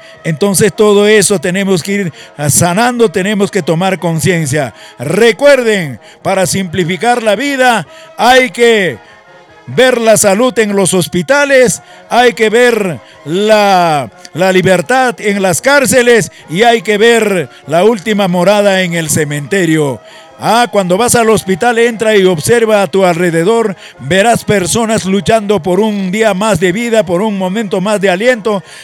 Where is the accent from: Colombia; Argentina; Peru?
Peru; somos compatriotas peruanas.